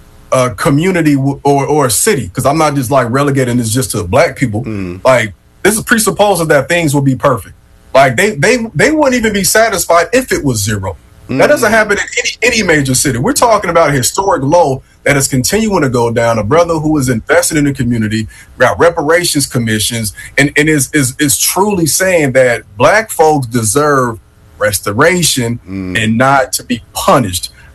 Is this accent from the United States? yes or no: yes; Chicago, Illinois, United States; When I was growing up in Chicago in the 90s